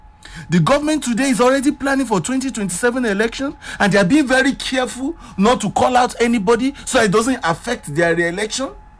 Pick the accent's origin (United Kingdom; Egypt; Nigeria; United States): Nigeria; Northern Nigeria; I'm speaking as a Nigerian. Who have seen a lot. I've lived my lives in the north, major part of my life, 3 decades in the north.